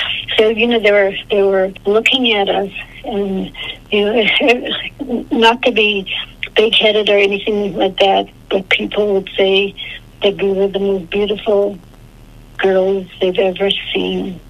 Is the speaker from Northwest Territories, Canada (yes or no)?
yes; Inuvik, Northwest Territories, Canada; from Inuvik, the Northwest Territories, the Beaufort Delta, and all the Northwest Territories, and I can't find a job.